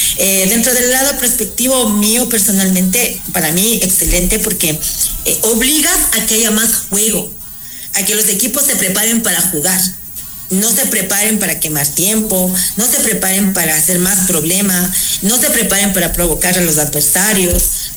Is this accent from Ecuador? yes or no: yes; Ecuador; voy a hablar como ecuatoriana.